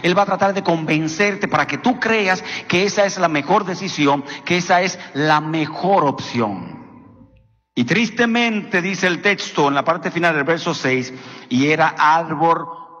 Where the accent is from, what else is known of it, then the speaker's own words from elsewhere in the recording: Dominican Republic; born there; moved away; En mi país, yo nací en República Dominicana, compartimos territorio con un hermoso país llamado Haití.